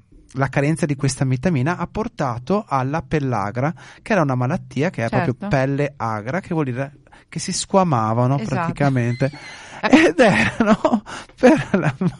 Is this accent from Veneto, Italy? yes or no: yes; Veneto, Italy; c'è anche il nostro dialetto veneto